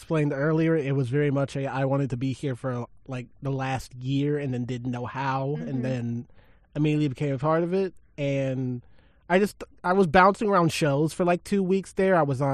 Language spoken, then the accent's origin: English; Olathe, Kansas, United States; now in Manhattan, Kansas, United States; And then Olathe the whole time until now, and now I kind of live in Manhattan.